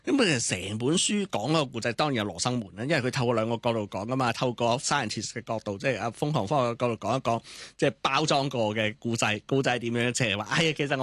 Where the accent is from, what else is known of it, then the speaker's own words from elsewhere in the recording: China; 即系譬如我哋中国人讲僵尸咁样，系咪？